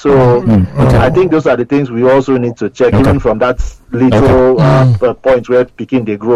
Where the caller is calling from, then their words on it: Lagos, Nigeria; I'm calling from Victoria Island.